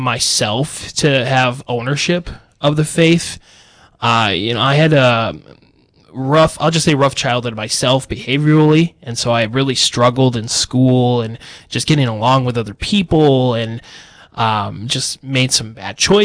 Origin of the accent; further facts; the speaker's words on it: Fargo, North Dakota, United States; moved away as an adult; also born or lived in Iowa; Born and raised in Fargo, graduate of Shanley High School